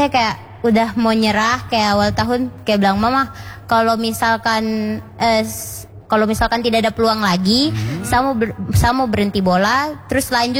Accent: Biak, Papua, Indonesia; Jadi papa berangkat dari Timika, Tembagapura, saya dari Biak. Jadi kita ketemu di Jayapura.

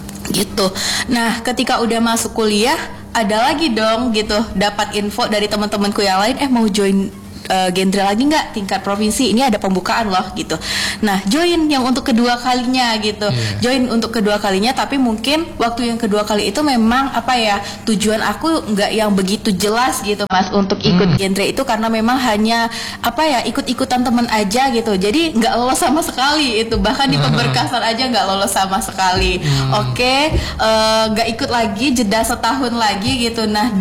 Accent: Jambi, Indonesia; aku dari Kabupaten Batanghari. Aku SMA di sana gitu, di SMA 3 Batanghari, kemudian ikut organisasi di Pick Air di sana

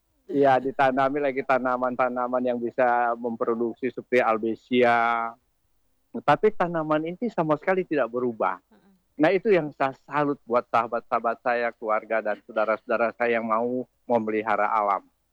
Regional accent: Bali, Indonesia; moved away; kalau di kampung saya di Bali itu masih ada.

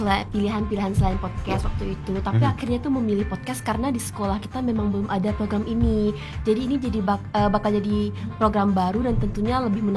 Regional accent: West Kalimantan, Indonesia; Kami itu dari Provinsi Kalimantan Barat

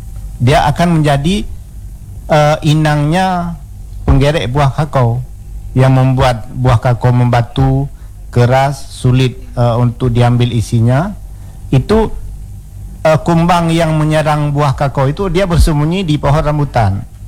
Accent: Aceh, Indonesia; orang kita Aceh

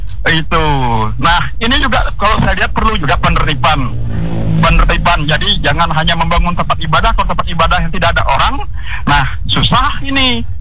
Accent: East Kalimantan, Indonesia; Saya sebagai warga Kaltim, saya sebagai orang Kristen

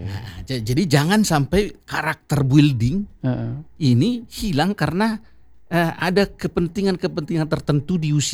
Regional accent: Porsea district, Toba, North Sumatra, Indonesia; moved away; Saya orang Batak, lahir sampai SMA di Toba, di desa Nalela, kecamatan Porsea.

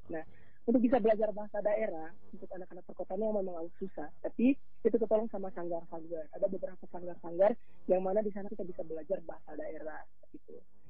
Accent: Manggarai, East Nusa Tenggara, Indonesia; Saya dikatakan orang Manggarai ketika saya bisa berbahasa Manggarai.

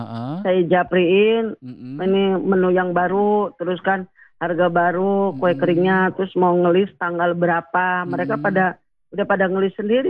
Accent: Kuningan, West Java, Indonesia; saya kan orang Kuningan, Jawa Barat.

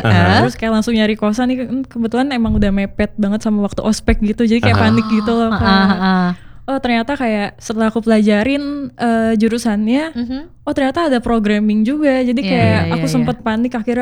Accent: Jakarta, Indonesia; aku orang Jakarta Barat.

